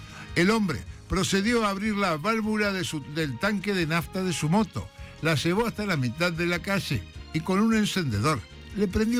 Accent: Patagonia, Argentina; No pasa nada. Soy patagónico.

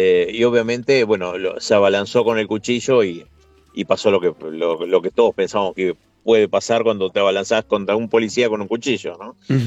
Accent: General Belgrano, Buenos Aires Province, Argentina; born there; Hoy 2 de septiembre estamos en General Belgrano, mi pueblo, celebrando el Pueblazo.

